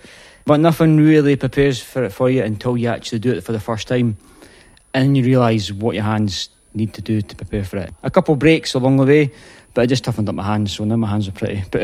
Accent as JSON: {"language": "English", "town": "Edinburgh", "region": "Scotland", "country": "United Kingdom", "tie": "born or raised there", "said": "I like to put Leaf on the map as much as I can because I grew up in that place all my life, and it's a special place, a very special place."}